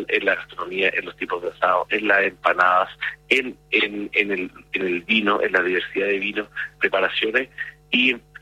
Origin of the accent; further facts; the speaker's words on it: Chile; y para nosotros como chilenos es el momento de mayor celebración del año